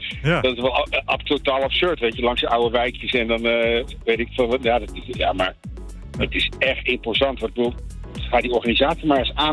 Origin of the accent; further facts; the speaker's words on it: Rotterdam, South Holland, Netherlands; Ik ben zelf Rotterdammer. Ja. Ik ben getogen Rotterdam. Dus bij de Euromast opgegroeid, zeg maar.